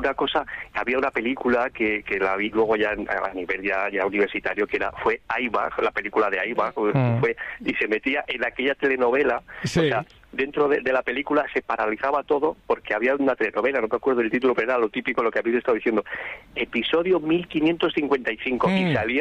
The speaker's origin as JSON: {"language": "Spanish", "town": "Tórtoles de Esgueva", "region": "Castile and León", "country": "Spain", "lives_now": "Alcalá, Spain", "said": "Mira, estoy en Alcalá, es un culebrón ya en sí, pero yo soy de Tórtola de Greba, de Burgos, y te mando un saludo de nuestra tierrilla."}